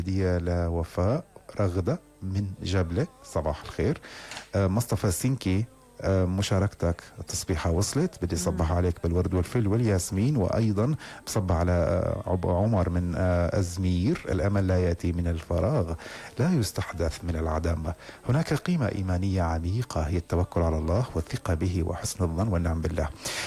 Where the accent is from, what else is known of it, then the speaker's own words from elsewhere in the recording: Tartus, Tartus Governorate, Syria; شو أنا من طرطوس. مرحبا أهل طرط